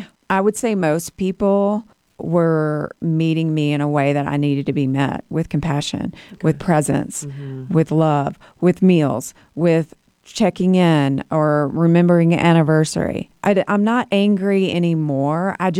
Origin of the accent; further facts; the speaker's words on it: the South, United States; I grew up in the South. I went to church, but I would say my family wasn't like extremely religious.